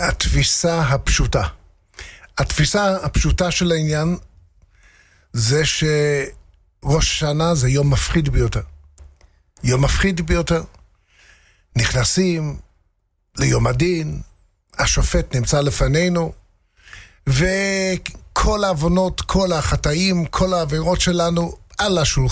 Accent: England, United Kingdom; now in Israel; אני לפני 40 שנה עליתי לארץ, יותר מ-40 שנה. עליתי מאנגליה. אנגליה זה אחד מהמקומות היחידים בעולם שיש עדיין מלכות.

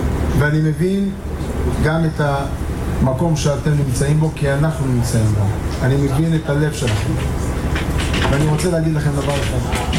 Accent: Acre, Northern District, Israel; גדלתי באקו

